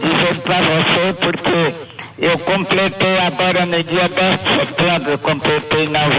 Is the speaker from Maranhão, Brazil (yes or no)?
yes; Maranhão, Brazil; now in Campinas, Brazil; o rádio eu ouço desde lá da minha terra, que é o Maranhão.